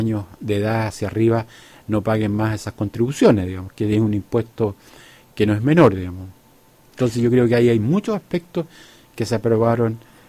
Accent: Coelemu, Ñuble, Chile; nací, me crié, me cultivaron y me cosecharon en Ñuble

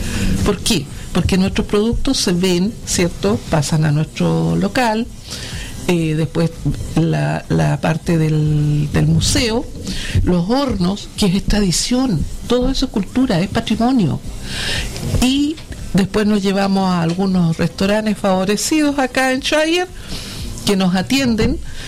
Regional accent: Yungay, Ñuble, Chile; also born or lived in Temuco; now in Coronel, Chile; yo soy de Yungay, nacida en Temuco, entonces tengo mi familia allá

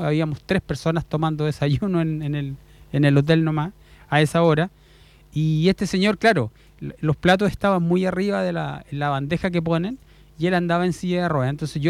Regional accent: Chile; en nuestro país somos así, los chilenos en general

